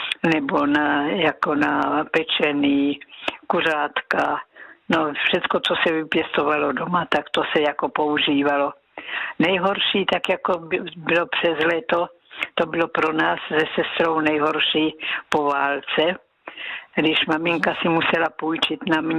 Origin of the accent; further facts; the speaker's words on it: Násedlovice, South Moravian Region, Czechia; To jsme chodili do kostela, pocházím z Násedlovic a přes pole jsme chodili do Klobouk do Brna.